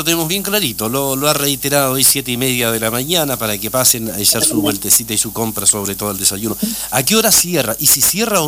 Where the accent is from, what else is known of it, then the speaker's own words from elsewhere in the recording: Chile; uno como chileno tiene una costumbre.